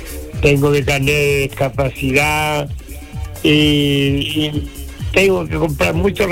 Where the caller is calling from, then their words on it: Concepción, Biobío, Chile; Muy bien, reportándome aquí de la población Juan Riquelme, kilómetro 10, Concepción, en Chile.